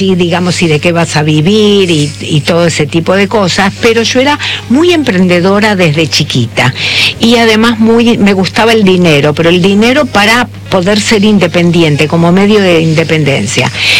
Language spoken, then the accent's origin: Spanish; Argentina; Siempre me interesó mucho unir mis identidades argentina y judía.